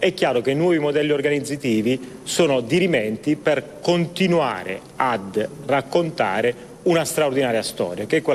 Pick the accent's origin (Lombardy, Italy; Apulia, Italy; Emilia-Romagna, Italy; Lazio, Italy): Apulia, Italy; Bari; Chi vi parla è orgoglioso del proprio accento e quindi della propria provenienza, sono barese, pugliese